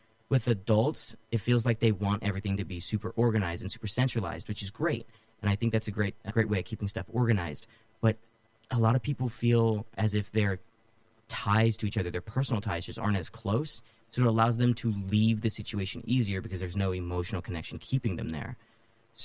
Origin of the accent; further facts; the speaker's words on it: Modesto, California, United States; also born or lived in Hayward, California / Keyes, California / Turlock, California; So I'm originally from Hayward, California, but I moved when I was probably about 3 or 4 years old to Keys, which is a city in between Ceres and Turlock. But then I only stayed there for a little bit till I moved to Modesto. So I've lived in Modesto for about 14 years.